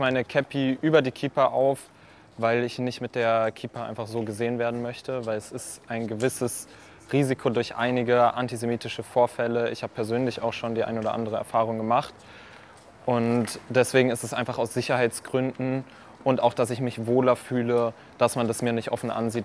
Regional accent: Berlin, Germany; ich bin 18 Jahre, ich komme aus Berlin und ich bin jüdisch

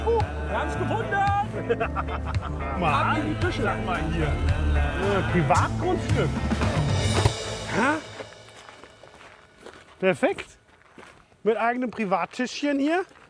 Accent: North Rhine-Westphalia, Germany; born there; Ich komme aus der Nähe von Münster, da wurde ich geboren auf jeden Fall.

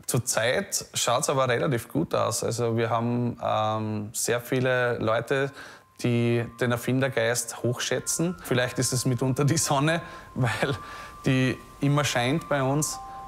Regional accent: Burgenland, Austria

